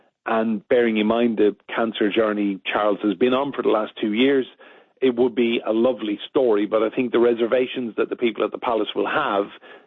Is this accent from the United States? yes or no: no; Ireland; now in England, United Kingdom; Well, I'm Irish, Pat